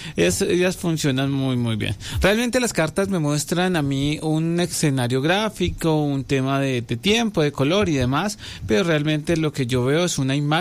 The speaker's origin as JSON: {"language": "Spanish", "region": "Basque Country", "country": "Spain", "said": "Una vez que me gusta elaborar, yo soy un vasco, una hormiguita."}